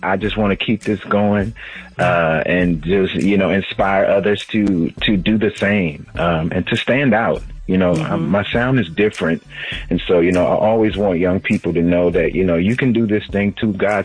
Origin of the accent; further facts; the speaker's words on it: Baton Rouge, Louisiana, United States; I'm a kid from Baton Rouge, Louisiana, living in a shotgun, one-bedroom house. A single mother raised me.